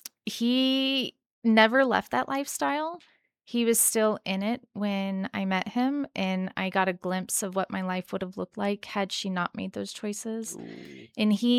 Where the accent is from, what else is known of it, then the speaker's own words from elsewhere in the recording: Texas, United States; moved away as an adult; also born or lived in Kansas; I was born in Kansas. Before my first birthday, my parents moved to Texas.